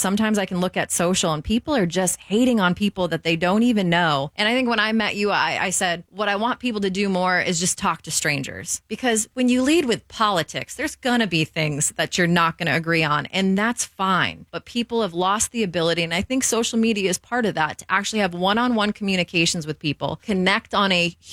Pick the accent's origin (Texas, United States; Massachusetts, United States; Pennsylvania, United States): Massachusetts, United States; I grew up in Western Mass